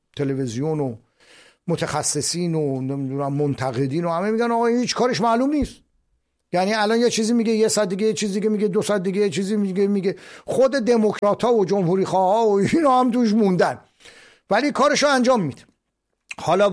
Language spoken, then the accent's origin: Persian; Iran; میگم آدم باور کن لذت میبره بگه من ایرانیم.